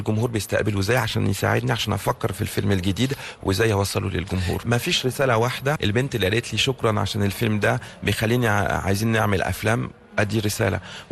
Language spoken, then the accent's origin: Arabic; Egypt; also born or lived in France; يعني أنا وأنا صغير لما كنت في فرنسا كنت بقول لا أنا مش فرنساوي أنا مصري، ولما كنت بروح مصر ما بقولش أنا مصري، كنت بقول أنا فرنساوي